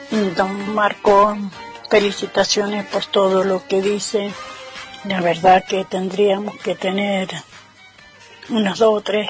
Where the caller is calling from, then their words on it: Malargüe, Mendoza, Argentina; de Malargüe.